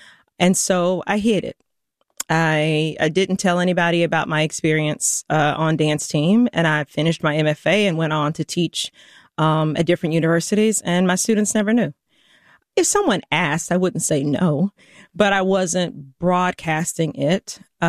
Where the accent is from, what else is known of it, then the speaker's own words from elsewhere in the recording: Baton Rouge, Louisiana, United States; I grew up in Baton Rouge, Louisiana.